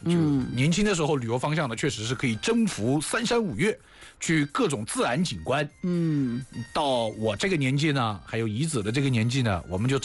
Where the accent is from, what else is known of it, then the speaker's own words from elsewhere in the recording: Hunan, China; moved away as an adult; now in Anhui, China; 我是一个湖南人、我要不到安徽来读书，不到这边来上班的话